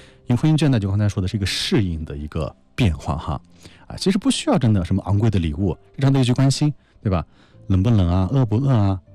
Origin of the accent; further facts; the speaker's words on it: China; 我们中国人的语言相当的优美啊。